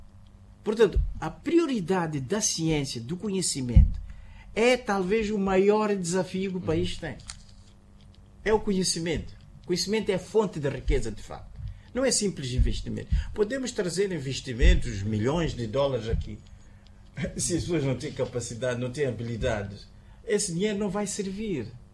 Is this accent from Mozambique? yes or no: yes; Mozambique; estamos a querer compreender quem somos nós como moçambicanos